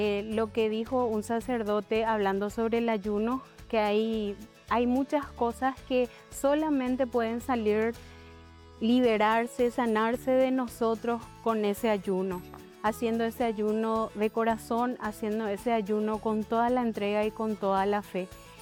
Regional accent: Paraguay; soy de Paraguay

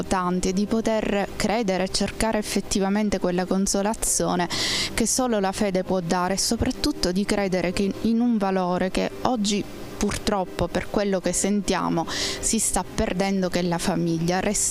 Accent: Adrano, Sicily, Italy; Da Adrano, provincia di Catania.

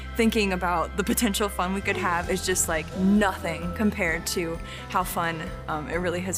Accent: Ohio, United States; moved away as an adult; now in Ave Maria, United States; I am originally from Ohio, and I came to Ave in 2013.

